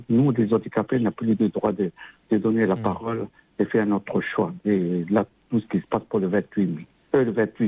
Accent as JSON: {"language": "French", "country": "New Caledonia", "tie": "born or raised there", "said": "je suis un enfant du pays, et je suis né dans le pays, et je suis parti dans la terre là où je suis né, que mes parents sont venus de Wallis et Futuna pour pionner ici"}